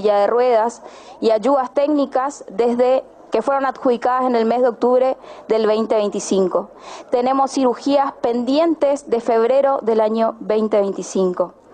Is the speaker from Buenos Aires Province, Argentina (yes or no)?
no; Misiones, Argentina; Soy presidenta del Consejo Provincial de Discapacidad de la provincia de Misiones y también representante gubernamental ante el Consejo Federal de Discapacidad. Hoy vine por invitación de los diputados de mi provincia.